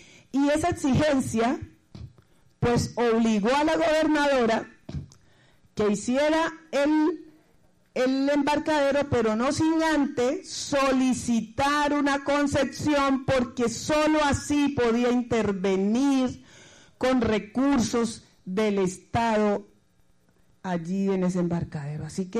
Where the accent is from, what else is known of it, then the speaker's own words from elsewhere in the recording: Buenaventura, Valle del Cauca, Colombia; born there; Nosotros nacimos en Buenaventura, nacimos en el Pacífico, amamos nuestra naturaleza